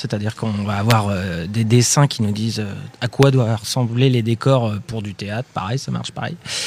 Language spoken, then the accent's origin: French; Troyes, Grand Est, France; moved away; je suis troyen à la base.